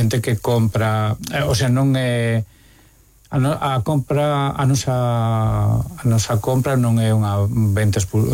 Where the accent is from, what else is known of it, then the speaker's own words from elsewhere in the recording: Santiago de Compostela, Galicia, Spain; eu son de Santiago e teño que comer fora